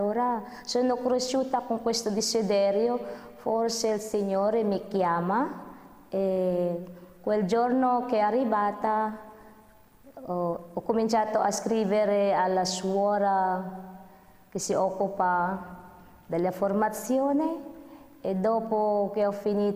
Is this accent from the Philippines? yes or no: yes; Philippines; Italian is a second language; moved away as an adult; now in Italy; Sono una filippina e appartengo delle sue povere figlie di Maria Santissima Incoronata